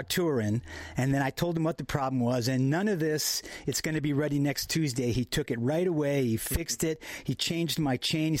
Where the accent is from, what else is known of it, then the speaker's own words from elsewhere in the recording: Los Angeles, California, United States; I'm from Los Angeles